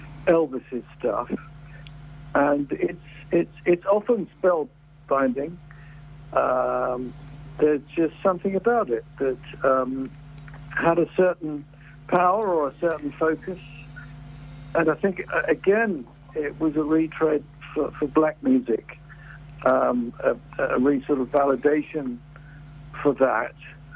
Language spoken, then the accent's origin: English; London, United Kingdom; the 1960s was a very good time to be growing up in London.